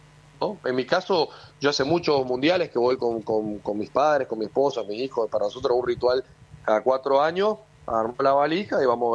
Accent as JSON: {"language": "Spanish", "region": "Salta", "country": "Argentina", "said": "Yo soy de Salta, imagínate. O sea, en el norte es mucho más complicado que Buenos Aires, incluso."}